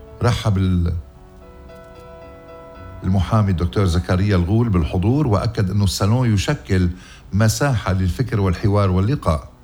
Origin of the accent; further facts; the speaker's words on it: Lebanon; بوطني ووطنكم لبنان